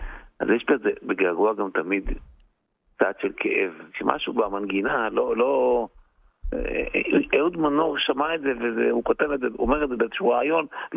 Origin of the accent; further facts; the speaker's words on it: Beit She'an Valley, Northern District, Israel; אני נולדתי בעמק המעיינות, אז קראו לו זה עמק בית שאן.